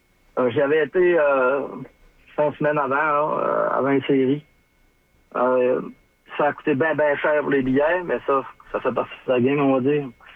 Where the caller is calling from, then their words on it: Quebec, Canada; J'ai dit, je suis rappelé du Lac, j'étais en train de faucher mes bleus hier, j'étais au match dimanche.